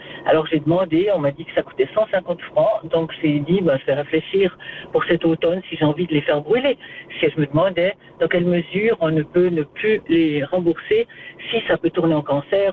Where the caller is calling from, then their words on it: Troinex, Geneva, Switzerland; j'habite à Troinet.